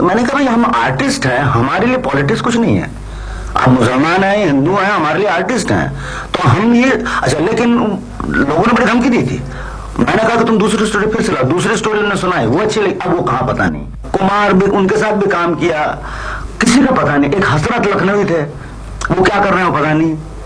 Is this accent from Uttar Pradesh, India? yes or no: no; West Bengal, India; Hindi is a second language; जब मैं बंगाली हूँ अभी काकी का गड़बड़ कभी भी होता है।